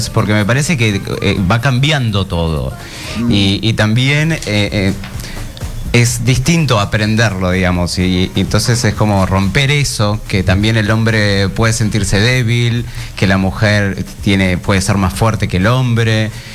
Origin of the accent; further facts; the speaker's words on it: Buenos Aires, Argentina; Yo soy de Buenos Aires.